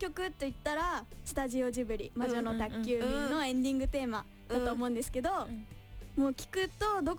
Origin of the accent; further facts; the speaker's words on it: Gunma, Japan; 私は出身が群馬県なんですけど、群馬の自然とか子供の頃に見てたのどかな景色を思い出して